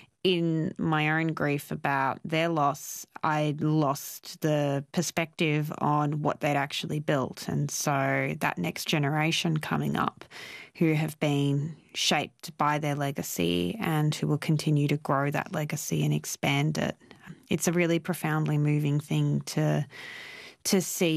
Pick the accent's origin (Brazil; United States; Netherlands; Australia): Australia; Sydney, New South Wales; this huge wealth of elders who had guided and led particularly the community that I grew up in Western Sydney.